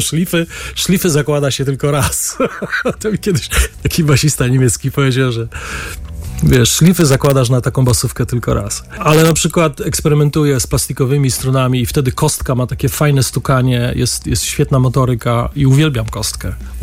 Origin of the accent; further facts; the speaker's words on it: Silesian Voivodeship, Poland; ponieważ jestem ze Śląska, bywałem czasami na dżemach.